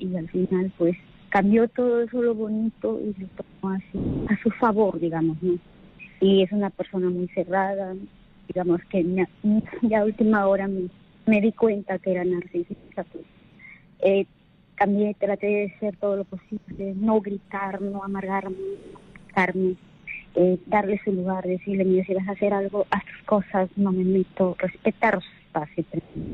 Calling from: Huacho, Lima, Peru; soy de Huacho.

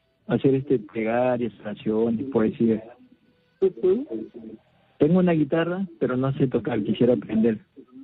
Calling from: Ica, Peru

